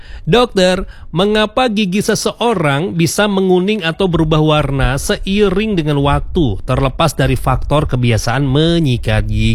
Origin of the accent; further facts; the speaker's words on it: Palembang, South Sumatra, Indonesia; saya orang Palembang